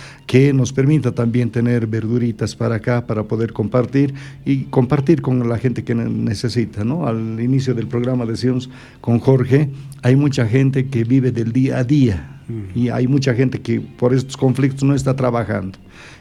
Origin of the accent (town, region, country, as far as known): Bolivia